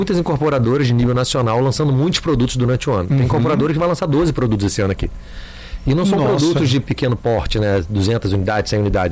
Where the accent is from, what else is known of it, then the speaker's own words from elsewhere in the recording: Rio de Janeiro, Brazil; moved away; Eu sou do Rio, né?